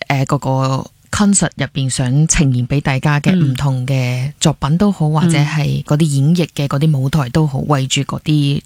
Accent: Sichuan, China; now in Hong Kong; 我其实四个很喜欢香港，我觉得可能我们四川那边即受到香港的文化影响很多，电影啊，

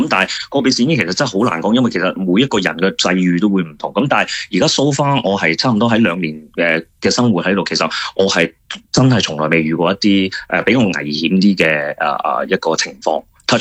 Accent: Hong Kong; now in Thailand

